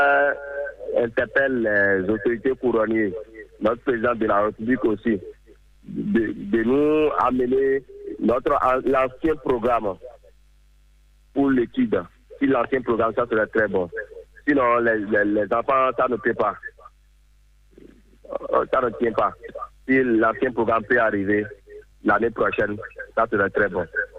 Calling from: Ouidah, Atlantique, Benin; Ah bah bien chez nous, à Ouida.

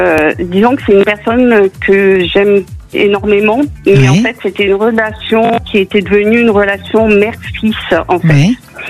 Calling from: Le Puy-en-Velay, Auvergne-Rhône-Alpes, France; Alors, j'appelle du Puy-en-Velay.

